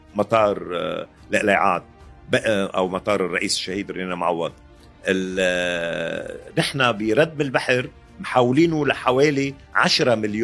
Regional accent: Tripoli, North Governorate, Lebanon; نحن ننطلق من هون كأولاد هالمنطقة

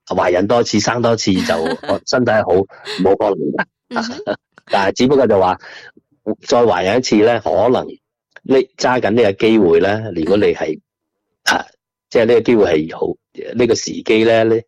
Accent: Guangdong, China; 咁当然啦，我哋广东人啊，饮嗰啲姜醋啊啲咁啊

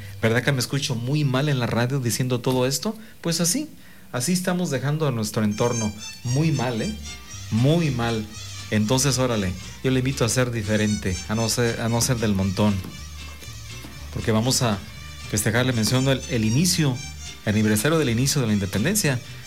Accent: Mexico; somos mexicanos, nos gusta la pachanga

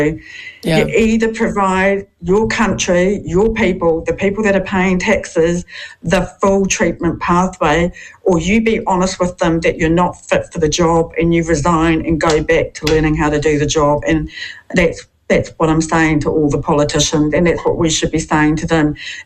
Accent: New Zealand; I'm just a Kiwi girl

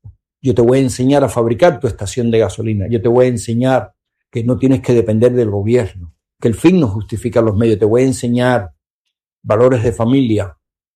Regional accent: Cuba; moved away

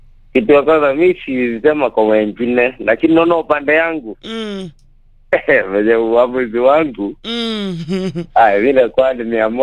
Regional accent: Samburu County, Kenya; now in Narok, Kenya; Mimi si Mkikuyu, mimi ni Msamburu.

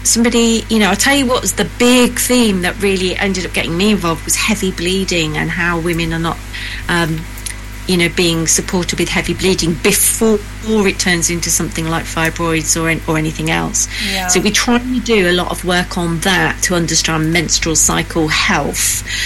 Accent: Devon, South West England, United Kingdom; now in Birmingham, United Kingdom; I'm not Black Country. I would love to say I'm an honorary Brummie, but I would have to ask them first, because I come from Devon, but I'm in Birmingham, where I'm sat talking to you now

